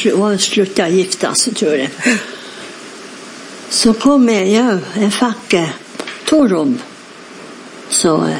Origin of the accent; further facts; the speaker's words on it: Flakstad, Nordland, Norway; moved away as an adult; Jeg er født og oppvoksen i Lofoten